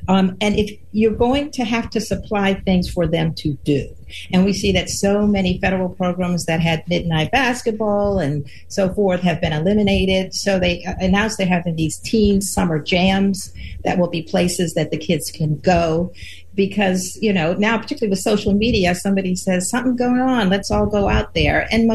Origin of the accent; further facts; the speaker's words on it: Baltimore, Maryland, United States; Baltimore, my hometown